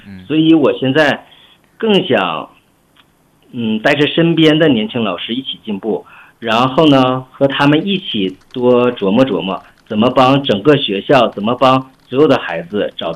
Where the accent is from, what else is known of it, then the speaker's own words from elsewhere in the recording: Northeast China, China; moved away as an adult; 就在我的老家东北那边上大学